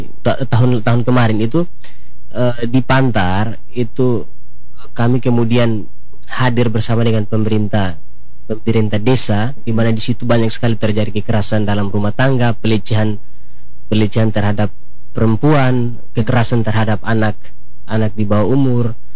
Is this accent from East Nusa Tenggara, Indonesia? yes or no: yes; Alor, East Nusa Tenggara, Indonesia; khususnya kita orang Alor